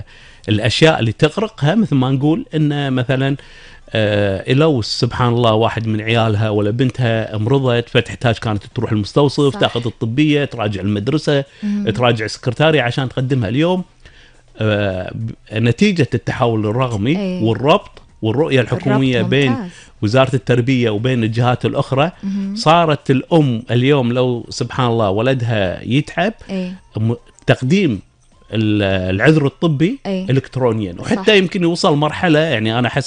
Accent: Kuwait; عندنا بالكويت

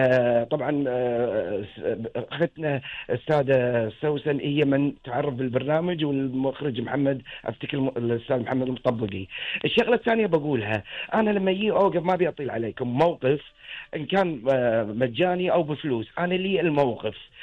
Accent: Kuwait; والله احنا اذا نتكلم التواضع احنا خير من نتكلم احنا ابناء الكويت. تواضع حكامنا واهل الكويت

